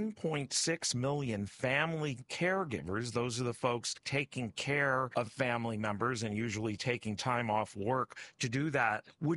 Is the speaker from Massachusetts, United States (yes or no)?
no; Maryland, United States; That's right, and it's my home state.